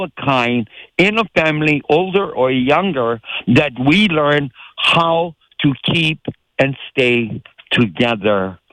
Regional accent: Hawaii, United States; This is my homeland. I am a Hawaiian sovereign citizen holding a dual citizenship because I am not recognized, acknowledged as a sovereign Hawaiian citizen of a nation that exists without a government.

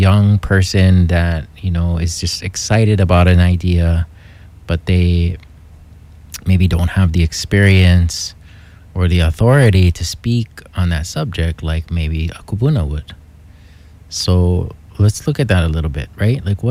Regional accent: Hawaii, United States; my responsibility as a Hawaiian

